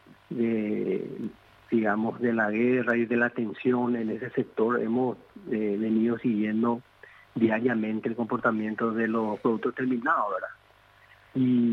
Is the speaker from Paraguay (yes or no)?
yes; Paraguay; Como todo paraguayo siempre estamos pendientes de la selección, ¿verdad?